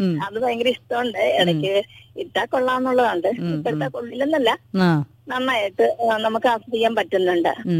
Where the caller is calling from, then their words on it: Vaikom, Kerala, India; എന്റെ ഹസ്ബൻഡ് വീട് വൈക്കമാണ്. ഞങ്ങള് ഇങ്ങോട്ടേക്ക് ഇവിടെയാ താമസിക്കുന്നത്.